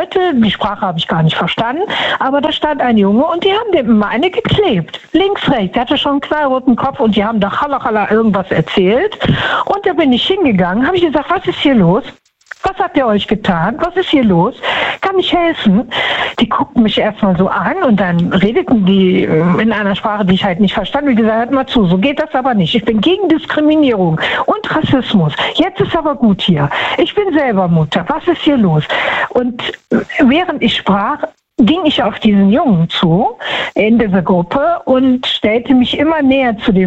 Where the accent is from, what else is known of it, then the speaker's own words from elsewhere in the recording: Düsseldorf, North Rhine-Westphalia, Germany; Düsseldorf.